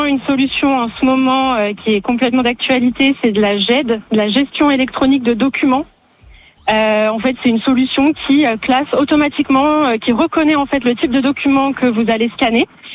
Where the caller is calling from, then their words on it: Lyon, Auvergne-Rhône-Alpes, France; Alors, je vous appelle de Lyon.